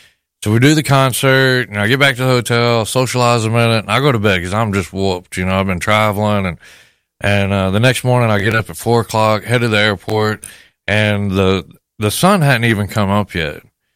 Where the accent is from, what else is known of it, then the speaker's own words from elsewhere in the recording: McCamey, Texas, United States; Well, I grew up in McCamey, which was just south of Odessa, Midland.